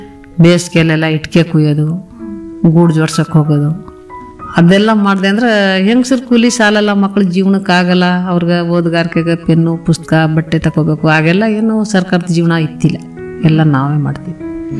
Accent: Siddapura, Karnataka, India; Siddapura ಪುಟ್ಟಿವೈ.

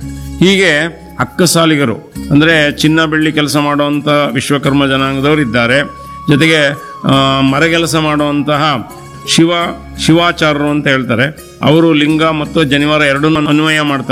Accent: Karnataka, India; ನಮ್ಮೂರಿನಲ್ಲಿ ಇದು ದೇವಾಲಯಗಳ ಊರು ಅಂತ ಹೇಳ್ಬೋದು ತೆರಣಿಮಂಟಿ

